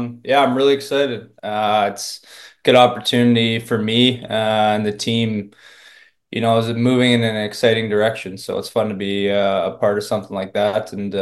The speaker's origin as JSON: {"language": "English", "town": "Port Perry", "region": "Ontario", "country": "Canada", "tie": "born or raised there", "also_born_or_lived": "Toronto", "moved": "yes", "said": "I was born in Toronto, but I grew up in Port Perry. I call Port Perry where at home, where I grew up."}